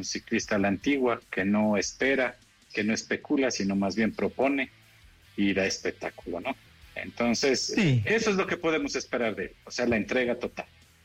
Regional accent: Ecuador

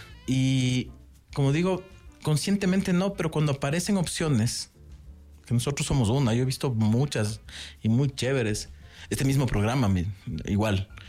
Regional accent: Ecuador; justo ahorita que estaba en Atacunga, ahí era mi tierra

